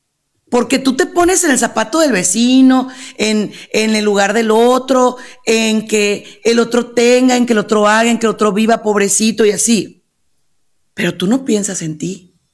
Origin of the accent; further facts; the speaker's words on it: Mexico; en mi país, en México